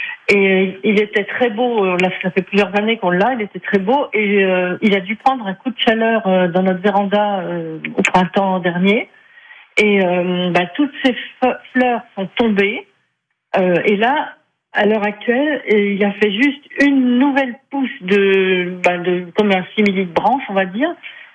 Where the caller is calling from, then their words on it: Luynes, Centre-Val de Loire, France; De Luynes.